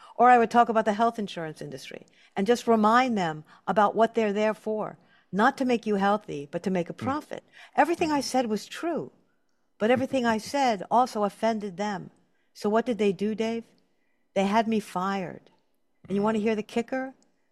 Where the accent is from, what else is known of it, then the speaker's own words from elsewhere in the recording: New York, United States; Yes, I was from New York, but that's the only thing about me that was true.